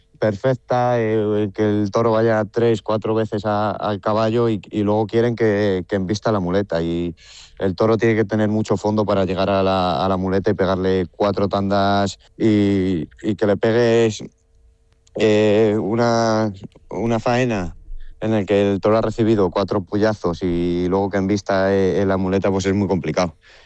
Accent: Salamanca, Castile and León, Spain

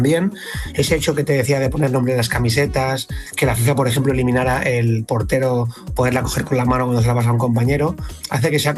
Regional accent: Barcelona, Catalonia, Spain; soy de Barcelona, también con familia y pueblo en Cuenca.

